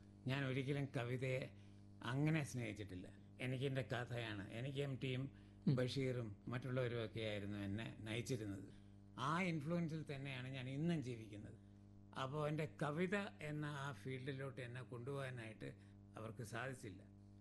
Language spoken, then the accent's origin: Malayalam; Kerala, India; first language Tamil; തമിഴ് കുടുംബത്തിൽ ജനിച്ച ഞാൻ മലയാളിയായി വളർന്നതും